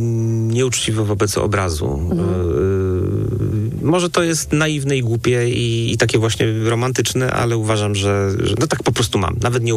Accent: Kraków, Lesser Poland, Poland; moved away; A ponieważ ja jestem z Krakowa, no to tym bardziej jest miło mi ruszyć w rodzinne strony.

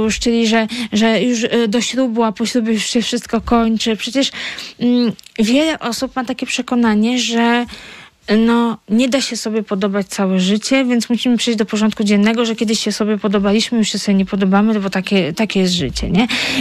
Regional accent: Warsaw, Masovian Voivodeship, Poland; moved away as an adult; mieszkałam tak to w Warszawie całe życie, w centrum

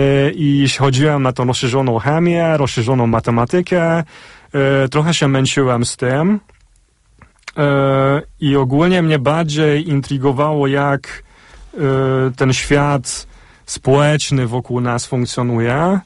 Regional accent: Kaposvár, Somogy, Hungary; also born or lived in Poland; Więc dorastałem się w rodzinie węgiersko-polskim i to powodowało, że dzieciństwo spędziłem na Węgrzech w Kaposvár, tam żyłem aż do matury.

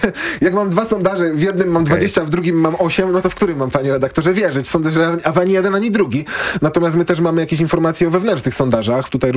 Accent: Kraków, Lesser Poland, Poland; ja jestem z Krakowa

